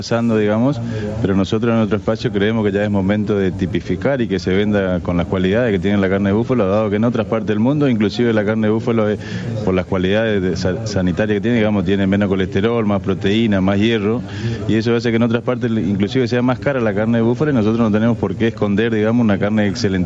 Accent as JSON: {"language": "Spanish", "town": "Ituzaingó", "region": "Corrientes", "country": "Argentina", "said": "Somos todos de Ituzaingó Corrientes. Ituzaingó."}